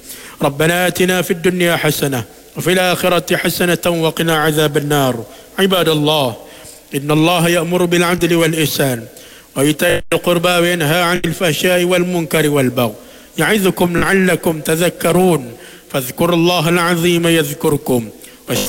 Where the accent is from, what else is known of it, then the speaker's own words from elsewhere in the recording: Malaysia; بلدنا ماليزيا خصوصا ولاية بولو بينانغ